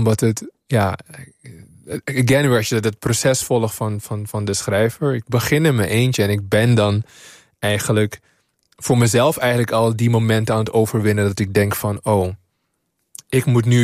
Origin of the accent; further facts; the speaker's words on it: Suriname; Toen ik in Suriname opgroeide op de middelbare school